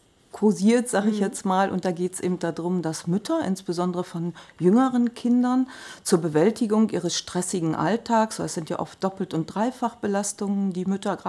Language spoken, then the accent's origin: German; North Rhine-Westphalia, Germany; Und wir kommen ja hier aus Münsterland, ich wohne im Kreis Coesfeld.